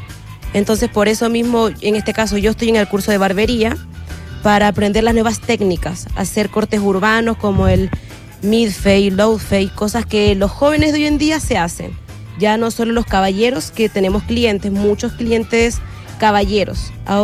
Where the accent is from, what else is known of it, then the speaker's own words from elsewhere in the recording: Ecuador; now in Rancagua, Chile; Somos las tres ecuatorianas.